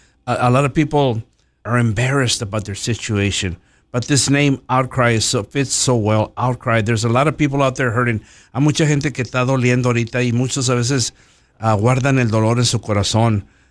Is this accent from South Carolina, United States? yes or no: no; Pharr, Texas, United States; because I'm from Far.